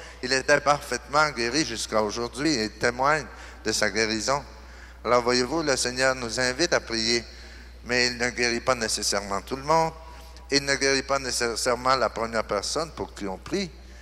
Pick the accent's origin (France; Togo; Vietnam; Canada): Canada; now in Santo Domingo, Dominican Republic; si on vous avait annoncé qu'un prêtre canadien venait prêcher ici